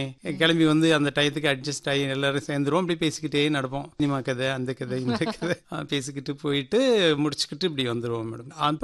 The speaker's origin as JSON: {"language": "Tamil", "town": "Nallikundan Palayam", "region": "Tamil Nadu", "country": "India", "tie": "born or raised there", "said": "என்னோட சொந்த ஊர் வந்து தாலக்கரை நல்லிக்குண்டன் பாளையம் பொள்ளாச்சி வட்டாங்க மேடம். என்னோட படிப்பு எல்லாம் டி காளிப்பாளையம்னு ஒரு வில்லேஜ், அங்க என்னுடைய 10th வரைக்கும் அங்க இருந்தேன்."}